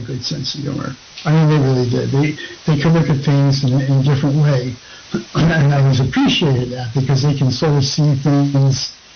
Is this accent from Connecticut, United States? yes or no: yes; Connecticut, United States; also born or lived in Monroe, Connecticut; I grew up in Connecticut. And at one point, I lived in Monroe